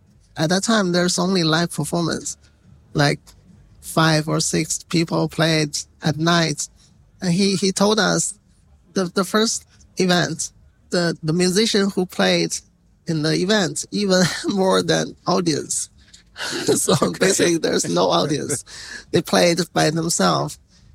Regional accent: Beijing, China; English is a second language; Hello, everyone. … from Beijing, China.

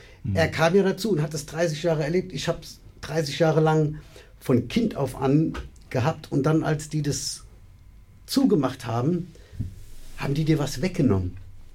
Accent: Hanau, Hesse, Germany

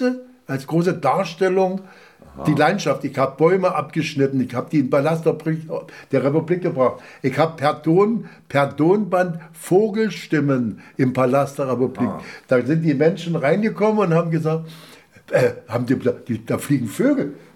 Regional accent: Bernau, Brandenburg, Germany; ich bin ja aus Bernau herausgenommen worden, weil meine Qualifikation für Bernau viel zu hoch war.

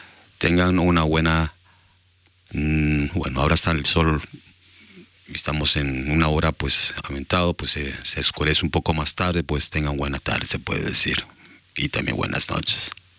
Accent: Ecuador; como yo digo, yo que vengo también de Ecuador, es un idioma quechua, de un idioma de Ecuador

